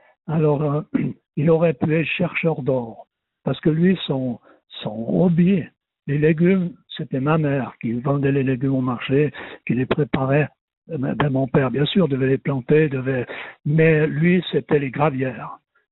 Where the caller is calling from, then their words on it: Evolène, Valais, Switzerland; j'habite à Evelyne maintenant.